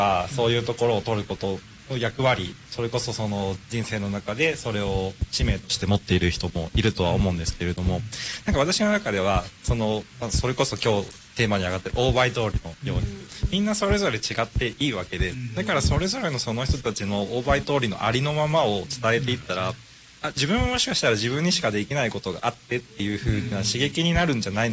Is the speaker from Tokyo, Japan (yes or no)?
yes; Tokyo, Japan; 東京出身なんですけど